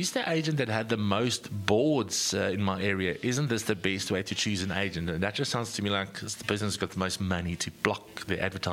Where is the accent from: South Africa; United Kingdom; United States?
South Africa; Lorraine, Eastern Cape; Lorraine is die beste, when I grew up in Lorraine. Then you move to another neighborhood and you're like, oh, you know, it's actually not so nice.